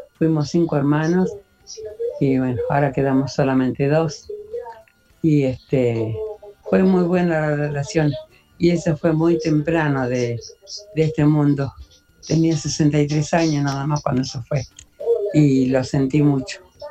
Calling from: Quilmes, Buenos Aires Province, Argentina; de Quilmes.

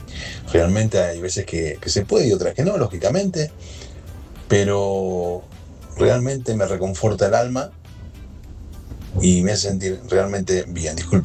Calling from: Wilde, Buenos Aires Province, Argentina; de Wilde.

